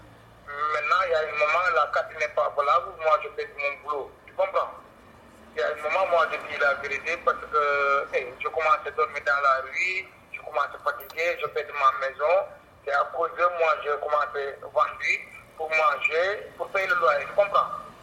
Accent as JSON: {"language": "French", "country": "Senegal", "moved": "as an adult", "lives_now": "Belgium", "said": "mon pays d'origine c'est Sénégal. Ouais, ça fait 8 ans que je suis là en Belgique."}